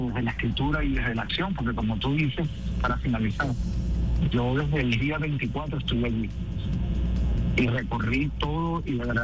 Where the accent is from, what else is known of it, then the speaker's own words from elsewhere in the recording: Venezuela; ese abrazo como una sola familia, como somos los venezolanos.